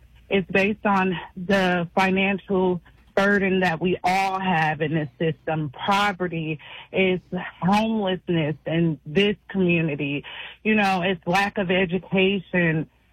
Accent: Champaign, Illinois, United States; now in Urbana, United States; So I'm born and raised in Champaign. My family is from Champaign, Urbana. My mom is also, her family migrated from Mississippi, as well as my dad's family migrated

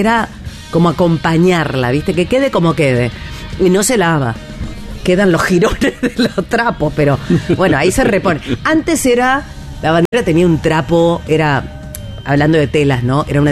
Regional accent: Argentina; Somos argentinos hasta que nos ponen una bandera a mano

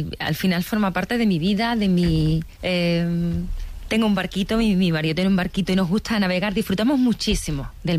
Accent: Seville, Andalusia, Spain; fíjate que soy de Sevilla, que no tenemos mar, pero ahí está muy cerquita Cádiz, está Huelva

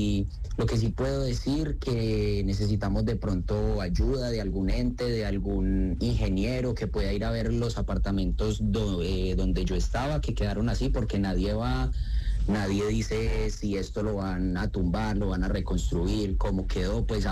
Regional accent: Armenia, Quindío, Colombia; born there; Sí, señor, yo soy de acá de Armenia, Quindío.

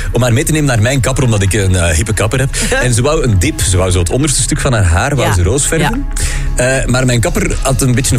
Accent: Flanders, Belgium; Maar dat overkomt ons als Vlaming heel vaak.

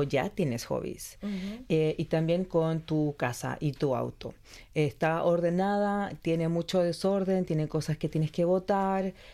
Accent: Chile; now in Australia; Yo soy chilena, por tanto ya tenía que empezar a hablar un español más neutro.

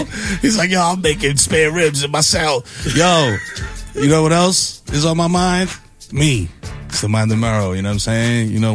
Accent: New York, United States; I'm from the Bronx. I play East Tremont.

